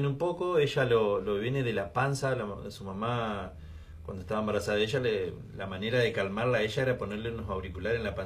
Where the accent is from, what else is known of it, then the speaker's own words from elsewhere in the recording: Cañada Rosquín, Santa Fe, Argentina; also born or lived in Entre Ríos; Criado en el lado de Santa Fe, yo me crié en Cañada Rosquín, el pueblo